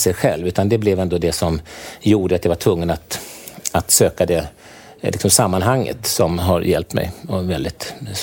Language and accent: Swedish; Stockholm, Stockholm County, Sweden; så växte jag upp då mitt i Stockholm.